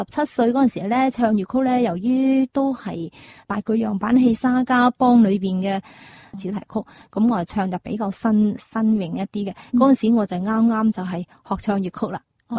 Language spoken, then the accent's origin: Cantonese; Guangzhou, Guangdong, China; 我自己身为系广州人，系广府嘅，即系饮住珠江水长大啦，